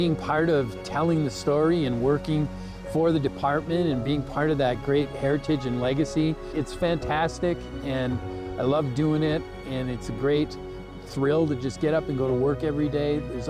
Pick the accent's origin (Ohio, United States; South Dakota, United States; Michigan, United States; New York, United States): Michigan, United States; I grew up in the Upper Peninsula and I loved wildlife and parks, and the best part about Michigan's outdoors is the water.